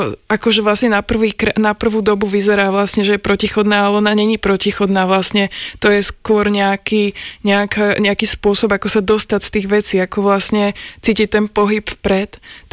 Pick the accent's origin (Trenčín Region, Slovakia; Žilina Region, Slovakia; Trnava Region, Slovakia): Žilina Region, Slovakia; Martin; now in Prague, Czech Republic; že by som chcela ísť práve do Martina, odkiaľ pochádzam